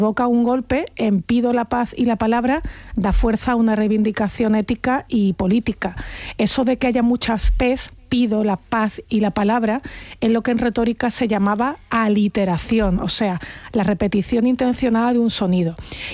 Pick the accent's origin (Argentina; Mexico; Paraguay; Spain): Spain; Andalusia; accent: Andalusian; Para mí, como andaluza, pues las consonantes que están al final de sílaba tienden a no decirse o a modificarse.